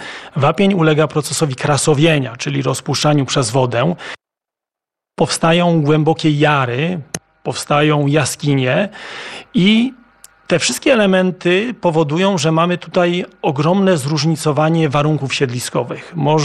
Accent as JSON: {"language": "Polish", "region": "Lesser Poland", "country": "Poland", "tie": "born or raised there", "said": "mieszkam tutaj w sąsiedniej miejscowości, więc no, jestem z Ojcowem związany, można powiedzieć, od urodzenia."}